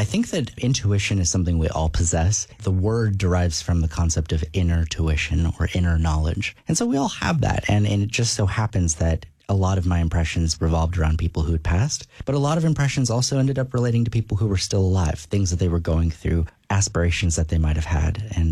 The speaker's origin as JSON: {"language": "English", "town": "Hanford", "region": "California", "country": "United States", "tie": "born or raised there", "said": "Hanford, California."}